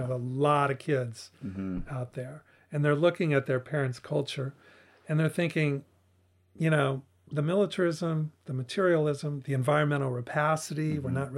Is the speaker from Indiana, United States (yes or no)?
no; California, United States; Anyway, growing up in the East Bay and you're seeing the counterculture and the Black Panther Party and campus activism